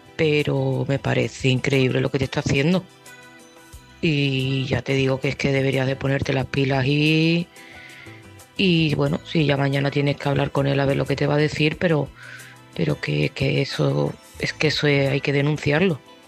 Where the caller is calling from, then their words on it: Seville, Andalusia, Spain; de Sevilla